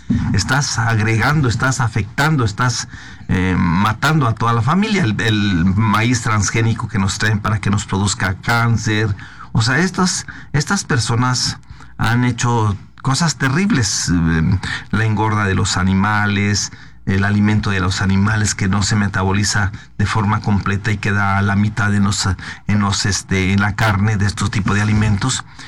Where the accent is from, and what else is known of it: Oaxaca, Mexico; born or raised there